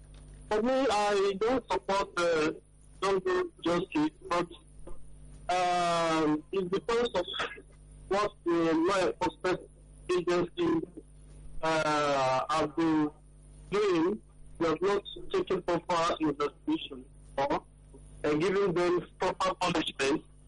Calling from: Ikeja, Lagos, Nigeria; I'm from Ikeja.

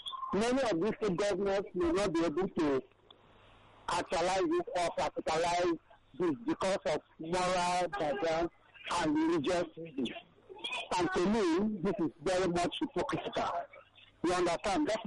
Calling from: Nigeria; I'm calling from Abaranta in Ikoto.

